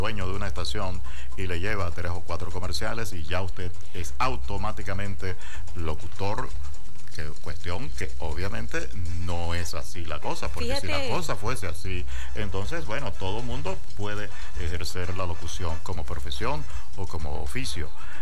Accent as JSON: {"language": "Spanish", "town": "Caripito", "region": "Monagas", "country": "Venezuela", "tie": "born or raised there", "lives_now": "Maturín, Venezuela", "said": "las de Caín para poder estar frente a un micrófono aquí en Maturín. Ya lo estaba en Caripito, en mi pueblo."}